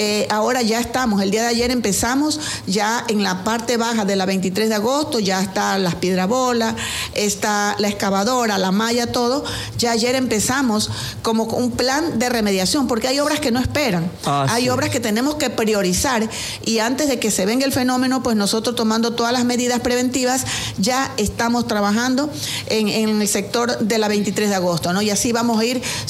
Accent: Ecuador

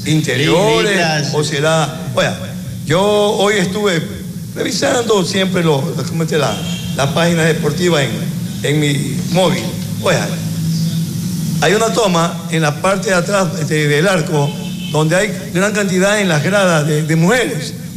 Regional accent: Ventanas, Los Ríos, Ecuador; Yo soy de acá, de Los Ángeles, Ventana, pero mis abuelos fueron de allá, pues, y se vinieron para acá a la provincia de Los Ríos.

